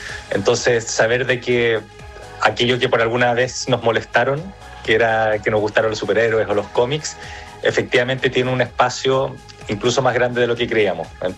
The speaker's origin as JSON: {"language": "Spanish", "country": "Chile", "tie": "born or raised there", "also_born_or_lived": "United States", "said": "nací en Estados Unidos, pasé mis primeros años allá, pero ya. Mi familia es chilena, yo soy chileno, todo ya. Mi... entorno chileno, así que más chileno que los porotos imposible, solamente nací allá."}